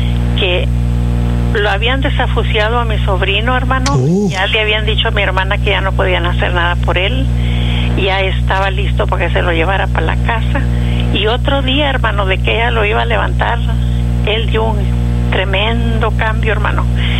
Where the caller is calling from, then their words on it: Rio Hondo, Texas, United States; yo soy aquí de Río Hondo